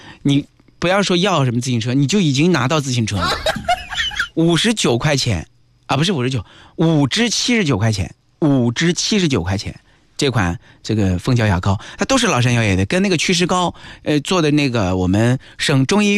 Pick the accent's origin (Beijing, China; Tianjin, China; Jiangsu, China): Jiangsu, China; Nanjing; 我们南京人